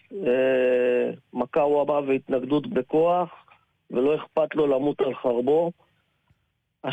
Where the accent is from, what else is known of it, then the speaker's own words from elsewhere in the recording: Haifa, Haifa District, Israel; born there; חיפאי מאלף עטף.